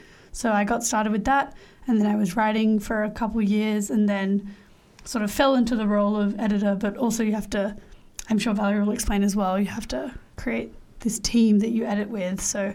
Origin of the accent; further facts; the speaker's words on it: Australia; I'm half Indian and Iranian, but I grew up in Australia